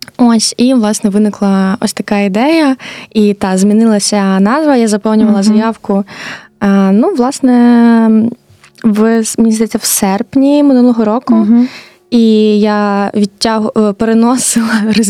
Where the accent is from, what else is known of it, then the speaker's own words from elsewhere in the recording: Kyslivka, Kharkiv Oblast, Ukraine; moved away; я сама з Харківщини, село Кислівка, Купинський район, і Харків – це для мене якби найближча точка, в якій я можу бути близько вдому, і в мене тут живе родина